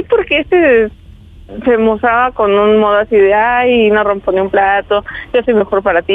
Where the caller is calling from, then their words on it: Mexico City, Mexico; Tengo 28 años y soy de la Ciudad de México, aquí del sur.